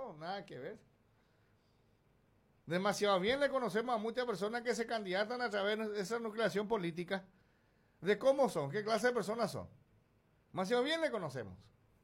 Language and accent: Spanish; Paraguay